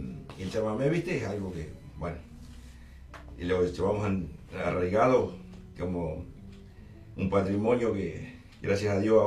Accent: Entre Ríos, Argentina; moved away as an adult; now in Paraná, Argentina; Nací en un campo, en una estancia, mi abuelo era postero ahí, mi padre también trabajó ahí, y yo nací, me crié en esa estancia hasta que me casé y sabía que no había mucho futuro, digamos, entonces emigramos

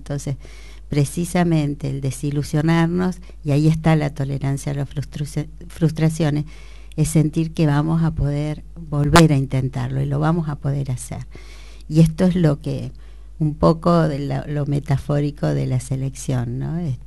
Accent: Argentina; somos todos argentinas

